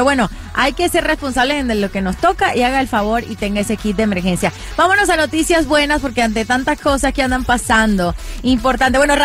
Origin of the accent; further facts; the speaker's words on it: Venezuela; Antes veíamos, yo soy de Venezuela, y veíamos bien lejano la posibilidad, remotamente la posibilidad de tener un kit de emergencia.